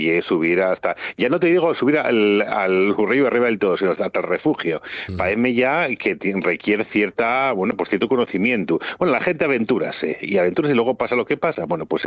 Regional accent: Asturias, Spain; los menos somos los asturianos que sabemos lo que tenemos

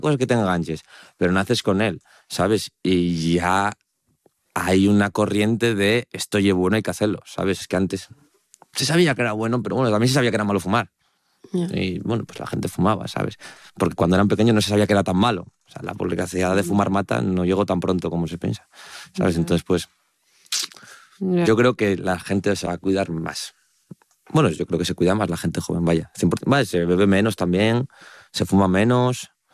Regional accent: Gijón, Asturias, Spain; yo soy el primero que habla amestado, como dices tú, que habla mezclado, y soy de Gijón

